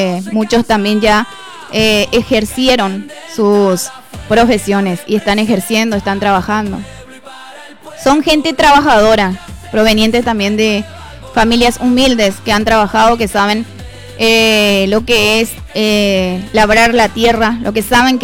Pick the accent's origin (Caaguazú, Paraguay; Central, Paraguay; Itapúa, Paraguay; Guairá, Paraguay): Itapúa, Paraguay; Nueva Alborada; Podemos decir con orgullo que somos de Nueva Alborada, porque es una localidad hermosa, con gente maravillosa, con gente trabajadora, honesta, capaz